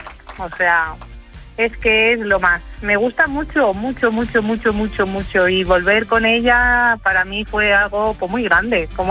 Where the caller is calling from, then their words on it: Torrejón de Ardoz, Community of Madrid, Spain; Pues mira … de Torrejón, encantada de oíros.